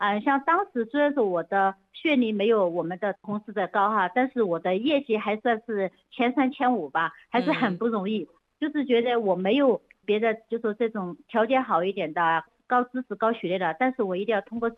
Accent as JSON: {"language": "Chinese", "town": "Fengjie", "region": "Chongqing", "country": "China", "tie": "born there", "also_born_or_lived": "Beijing"}